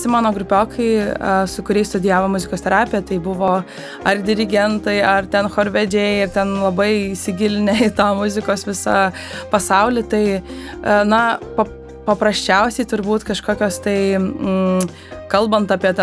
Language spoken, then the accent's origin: Lithuanian; Krekenava, Panevėžys County, Lithuania; moved away as an adult; aš esu iš Krekenavos